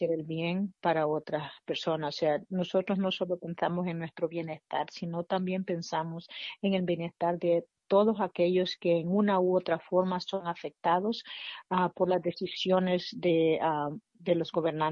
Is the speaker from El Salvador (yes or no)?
yes; El Salvador; si la situación fuera a mejorar para nosotros como salvadoreños